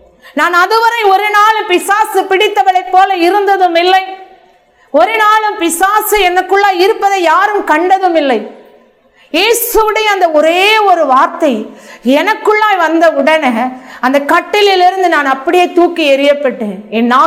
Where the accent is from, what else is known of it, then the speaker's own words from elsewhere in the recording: Thoothukudi, Tamil Nadu, India; born there; also born or lived in Tirunelveli; தூத்துக்குடியில டூவிபுரத்தில் இருக்கிற அந்த சிஎஸ்ஐ ஸ்கூல்ல நான் படித்து கொண்டிருந்தேன்.